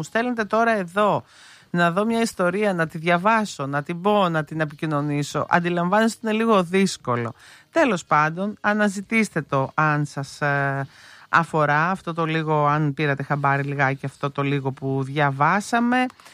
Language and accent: Greek; Lefkada, Ionian Islands, Greece; κοντά στα μέρη μου, στη Λευκάδα.